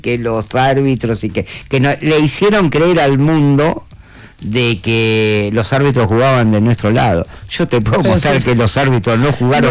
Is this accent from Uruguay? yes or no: no; Argentina; uno está cansado como argentino.